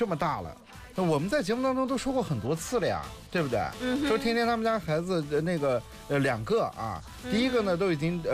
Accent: Karamay, Xinjiang, China; 我是乌尔河土生土长的土咖的。

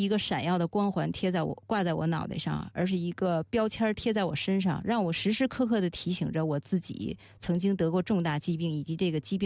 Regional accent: Beijing, China; 我从小就是一路顺风顺水，因为我是北京人嘛

